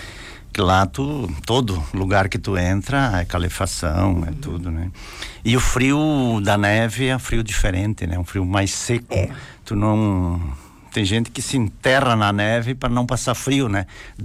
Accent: Rio Grande do Sul, Brazil; Esse é o nosso frio gaúcho aqui

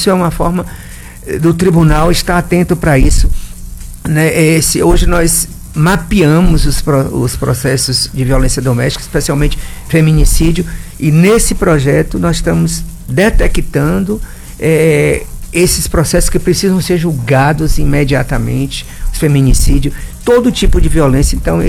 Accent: Bahia, Brazil; moved away; em Santenei, na minha terra.

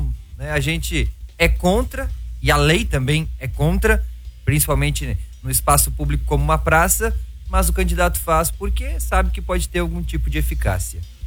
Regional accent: Rio Grande do Sul, Brazil; nós viemos do Rio Grande do Sul.

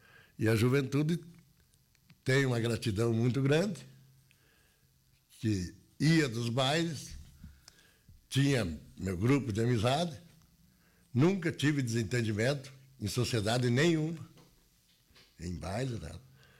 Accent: Não-Me-Toque, Rio Grande do Sul, Brazil; born there; Na linha Gramado, não me toque.

